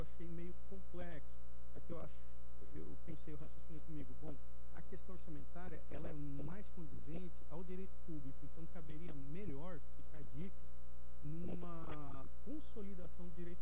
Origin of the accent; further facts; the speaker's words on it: Mato Grosso, Brazil; Eu venho do Mato Grosso